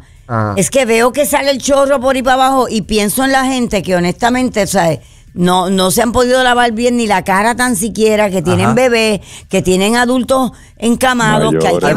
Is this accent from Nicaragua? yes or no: no; Puerto Rico; somos boricuas, mi amor.